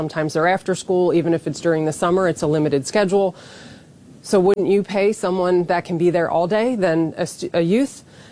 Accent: East Coast, United States; I'm from the East Coast, so they shovel snow, like things like

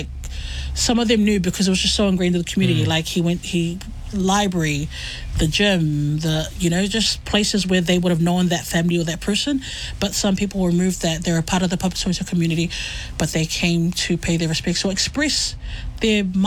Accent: South Auckland, Auckland, New Zealand; Like, I love South Auckland. I'm from South Auckland myself, Otero.

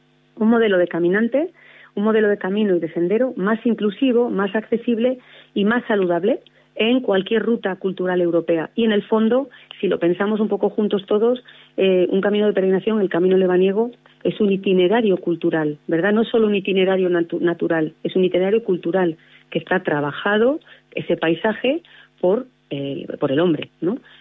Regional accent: Santiago de Compostela, Galicia, Spain; born there; now in Liébana, Spain; yo nací en Santiago de Compostela, pero he de decir que mi corazón no es que esté dividido, es que lo suman dos partes. Una es la parte gallega, obviamente, como picheleira que soy y nací, y otra es la parte lebaniega, porque dos, que es donde vivo, resido y llevo más de 20 años

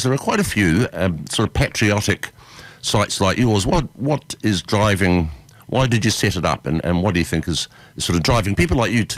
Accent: Dunedin, Otago, New Zealand; now in Australia; they played in my hometown of Dunedin in 1922.

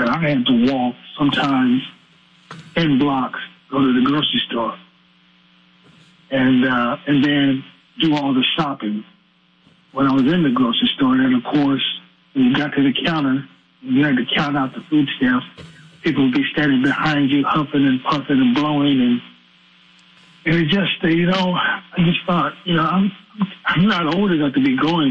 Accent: Denver, Colorado, United States; now in the South, United States

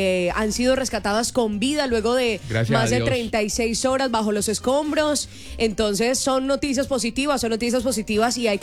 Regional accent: Colombia; nosotros como colombianos somos muy berracos

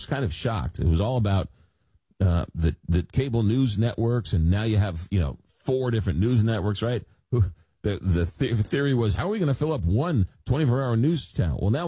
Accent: New York, United States; Growing up in New York, WOR had the Mets and WPIX had the Yankees at the time.

